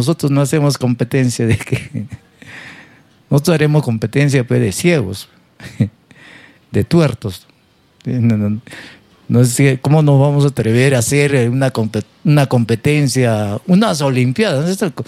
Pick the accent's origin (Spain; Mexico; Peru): Peru; así somos nosotros los peruanos.